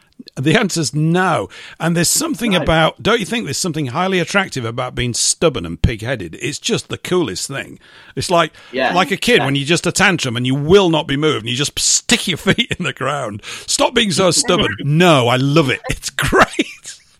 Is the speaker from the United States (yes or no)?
no; England, United Kingdom; I'm English, mate. You know, I'm not British.